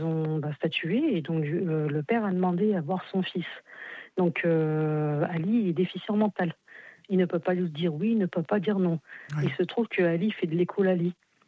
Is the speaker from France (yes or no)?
yes; Viriat, Auvergne-Rhône-Alpes, France; Je vous appelle dans l'Ain, je suis de Viriat.